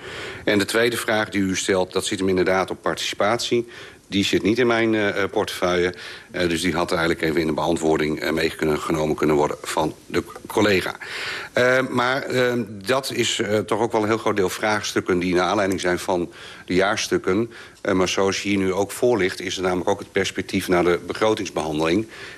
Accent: Friesland, Netherlands; moved away; De provincie waar ik vandaan kom noemen ze dat Mienskip.

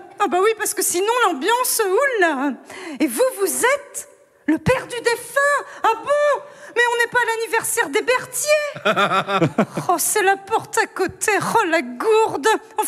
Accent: Hauts-de-France, France; Moi, je dis ça, mais je bois très peu. Hein. Pourtant, je suis ch'ti.

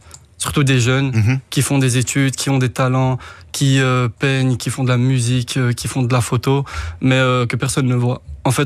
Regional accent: Molenbeek-Saint-Jean, Brussels-Capital Region, Belgium; Parce que moi, j'ai grandi à Molenbeek depuis toujours.

